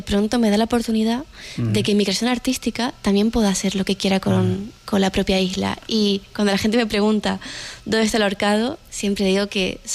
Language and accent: Spanish; Canary Islands, Spain; moved away as an adult; also born or lived in Madrid; 9 años fuera y regresar al lugar de donde naciste y creciste, creo que siempre lleva como una reconciliación.